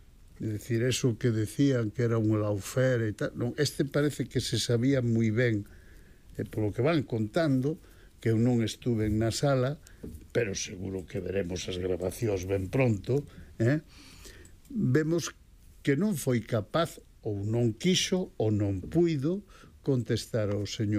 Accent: Vigo, Galicia, Spain; eu como son de Vigo, sígueme gustando.

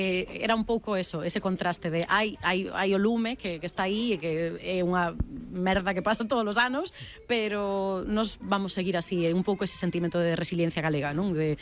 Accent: A Coruña, Galicia, Spain; nos nunca dicíamos somos de Coruña ou somos españoles, ou sempre dicíamos somos galegos.

